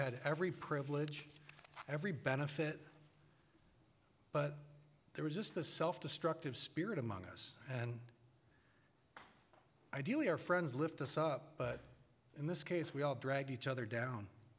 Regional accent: Grosse Pointe Farms, Michigan, United States; I grew up in Michigan, in Grosse Pointe Farms, Michigan, which is an affluent, old-money suburb of Detroit. I'm the oldest of two. I had a younger sister, Laura. We were cultural Catholics, as was just about everyone we knew.

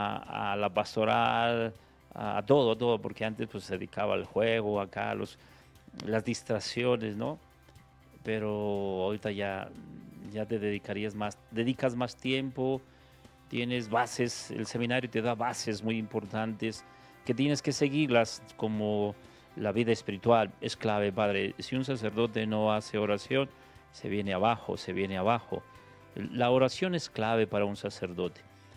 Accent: Guadalupe, Zacatecas, Mexico; yo soy originario de Guadalupe

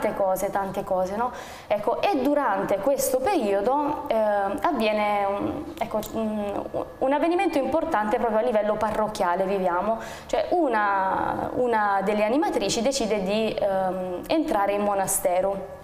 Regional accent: Foggia, Apulia, Italy; io sono di Foggia, sono pugliese di origine, quindi ecco, nella mia parrocchia d'appartenenza, Santi Guglielmo e Pellegrino

